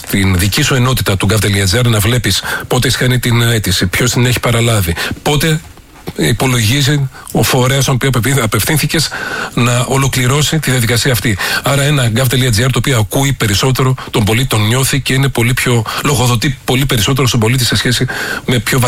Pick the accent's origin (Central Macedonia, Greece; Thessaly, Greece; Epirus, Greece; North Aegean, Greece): Thessaly, Greece; Trikala; είτε είσαι από τα μέρη μου, από τη Θεσσαλία και τα Τρίκαλα που μιλάς ίσως λίγο πιο βαριά